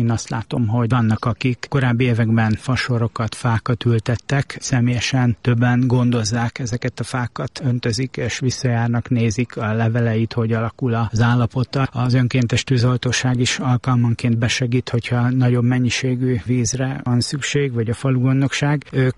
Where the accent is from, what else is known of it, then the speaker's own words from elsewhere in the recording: Budapest, Hungary; Igen, én óbudai vagyok.